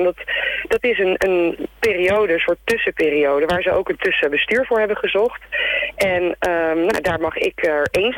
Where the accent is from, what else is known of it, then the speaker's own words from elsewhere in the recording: Dordrecht, South Holland, Netherlands; Ik ben een Dordtenaar, geboren en getogen.